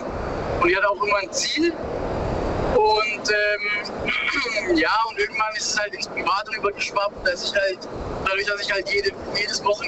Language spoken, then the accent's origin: German; Baden-Württemberg, Germany; Genau, ich komme aus der Nähe von Pforzheim, Karlsruhe, da die Gegend.